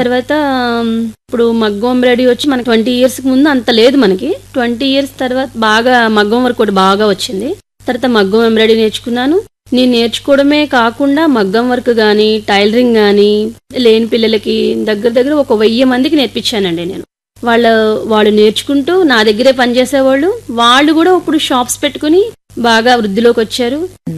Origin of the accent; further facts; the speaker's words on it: Andhra Pradesh, India; అది మా ఊరు ఏలూరు పక్కన చదుమేళ్ళని 5 కిలోమీటర్స్ ఉండేది.